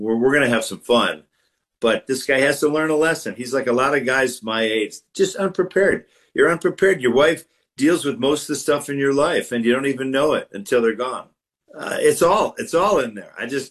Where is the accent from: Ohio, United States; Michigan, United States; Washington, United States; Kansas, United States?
Michigan, United States; Detroit; I'm from the Detroit area.